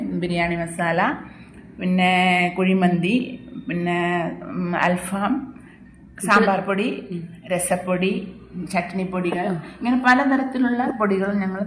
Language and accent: Malayalam; Andhra Pradesh, India; now in Kerala, India; ഞാൻ ആന്ധ്രത്തിൽ നിന്നാണ് വരുന്നത്.